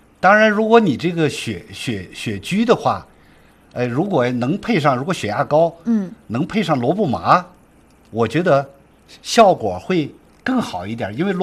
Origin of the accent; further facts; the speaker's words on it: Xinjiang, China; 特别是我们新疆人呢，吃有的吃奶酪